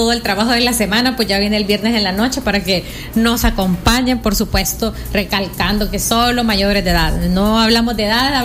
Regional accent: El Salvador; es la misma que nos permite ahora disfrutar como salvadoreños de muchísimos espacios en todo el país

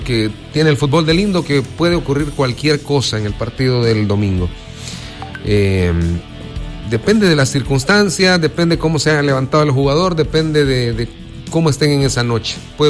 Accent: El Salvador

